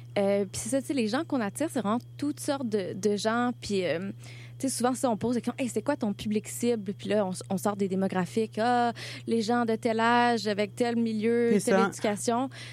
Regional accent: Quebec, Canada; moved away as an adult; now in Montreal, Canada; Moi, je viens de Montérégie, de comme, autour de nous, c'est juste des champs de maïs.

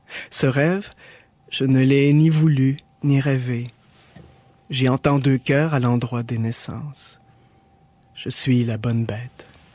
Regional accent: Montreal, Quebec, Canada; born there; Je suis né à Montréal. J'y ai travaillé, j'y vis. Je trouve que c'est une ville tout à fait hétéroclite

